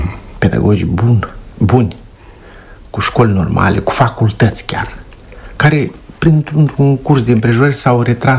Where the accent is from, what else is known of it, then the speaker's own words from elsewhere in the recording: Moldova; copil fiind, mă așezeam undeva în vie, în grădină sau într-un pom și priveam depărtarea, depărtările în amurg. În față aveam limanul râului Botna